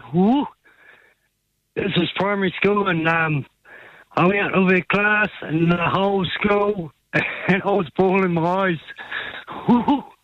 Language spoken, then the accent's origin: English; Taihape, Manawatū-Whanganui, New Zealand; moved away as an adult; now in Manaia, New Zealand; I'm born and bred in Taihape, the gumboot city of New Zealand.